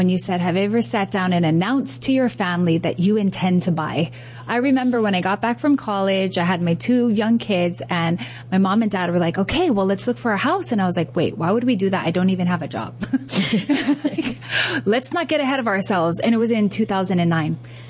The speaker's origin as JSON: {"language": "English", "region": "Hawaii", "country": "United States", "said": "Yeah, and I want to say for me as a Hawaiian, it's so important that I preach this message to other Hawaiians, because owning land is a thing."}